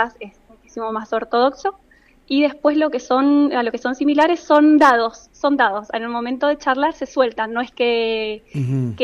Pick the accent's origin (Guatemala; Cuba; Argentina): Argentina; A mí les digo que soy argentina, me dicen …, no, sí.